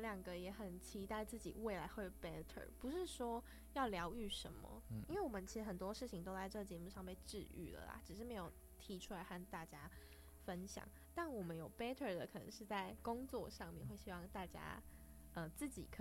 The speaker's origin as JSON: {"language": "Chinese", "region": "Kinmen County", "country": "Taiwan", "moved": "as an adult", "said": "因为我是来自金门，所以我其实来到大学之后发现金门有很多的美是我已经看见，跟很多的价值是我还没有发掘到的"}